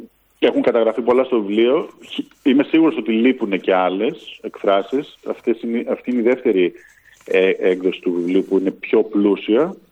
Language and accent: Greek; Kavala, Eastern Macedonia and Thrace, Greece; η φράση που μου έχει μείνει στο παιχνίδι Καβάλα Δεσαϊκός, γιατί είμαι από την Καβάλα, θυμάμαι το σκορ